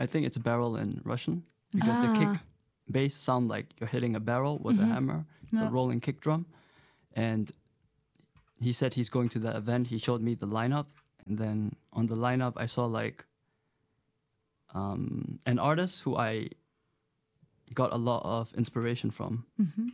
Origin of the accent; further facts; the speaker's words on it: Myanmar; moved away; I grew up in Myanmar, so mm-hmm. I always tell people I'm from Myanmar.